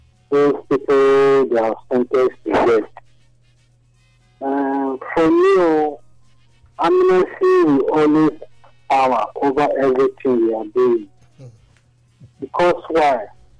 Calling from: Nigeria; I'm calling from Oguso.

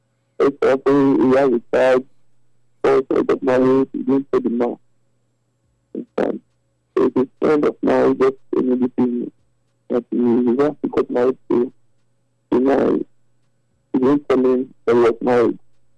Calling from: Benin; I'm calling from Benin.

